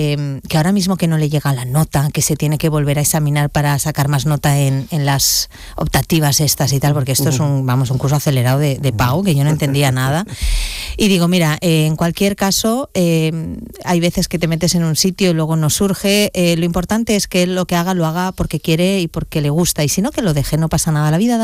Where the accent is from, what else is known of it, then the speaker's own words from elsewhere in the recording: Valencia, Valencian Community, Spain; moved away as an adult; now in Andalusia, Spain; Tú sabes que yo me crié en Valencia.